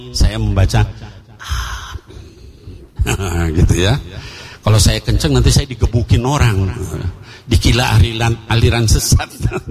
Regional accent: Jakarta, Indonesia; Sana kampung saya di Jakarta.

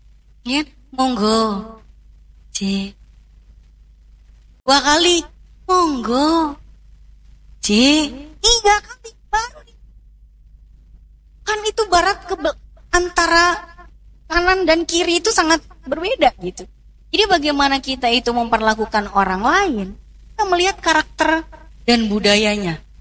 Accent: Java, Indonesia; now in Jakarta, Indonesia; saya sebetulnya orang Jawa tapi lama di Betawi.

